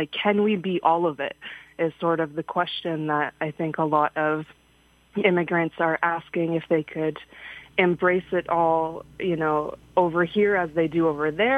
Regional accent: Toronto, Ontario, Canada; born there; also born or lived in Istanbul, Turkey; So I really did grow up partially in Istanbul and partially in the Toronto area.

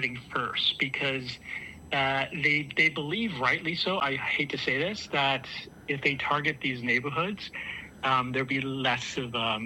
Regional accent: Canada; as a Canadian citizen

